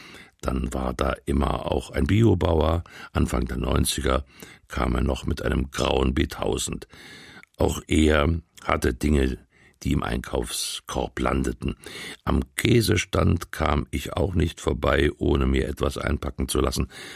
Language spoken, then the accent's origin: German; Jena, Thuringia, Germany; Vor einiger Zeit war ich wieder mal auf dem Marktplatz meiner Heimatstadt Jena.